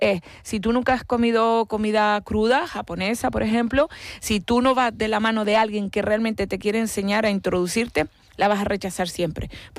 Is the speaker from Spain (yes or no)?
yes; Canary Islands, Spain; nos hacemos la foto de que somos canarios